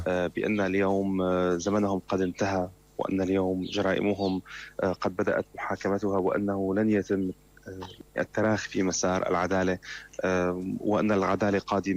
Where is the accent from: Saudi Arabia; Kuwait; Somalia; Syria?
Syria; now in Paris, France